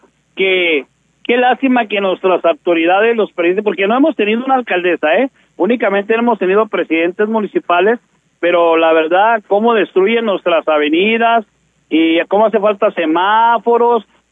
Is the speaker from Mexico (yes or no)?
yes; Mexico; porque yo soy aquí del Arroyo Colorado, porque aquí está, acuérdense que está el Arroyo Colorado y luego la colonia del Carmen